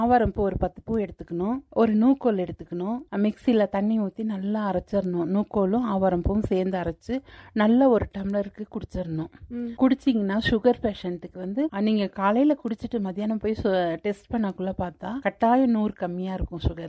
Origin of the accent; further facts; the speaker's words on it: Kerala, India; born there; now in Ooty, India; எங்க சொந்த ஊர் கேரளா.